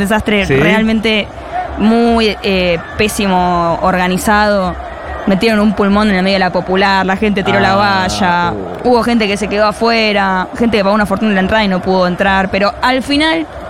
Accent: Argentina

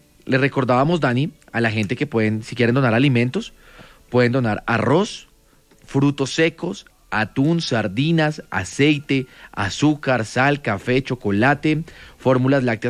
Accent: Colombia; estamos muy unidos todos como colombianos

